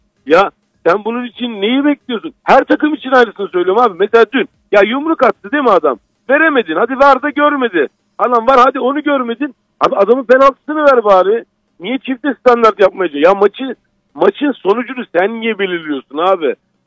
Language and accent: Turkish; Izmit, Kocaeli, Turkey; born there; now in İzmir, Turkey; Doğma bir mezmitli olduğum için Kocaeli'yi de çok yakından takip ediyorum.